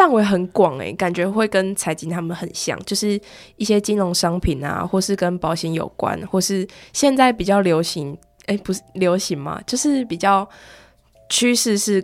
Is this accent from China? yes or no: no; Pingtung County, Taiwan; moved away; 我是屏东人。